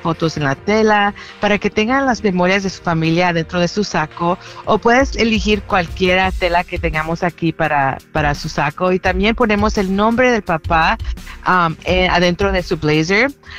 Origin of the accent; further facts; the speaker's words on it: El Salvador; como soy salvadoreña, les damos cola champán.